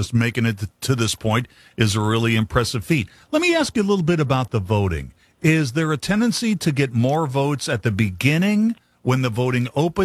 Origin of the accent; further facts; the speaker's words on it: Bridgeport, West Virginia, United States; So I grew up in Bridgeport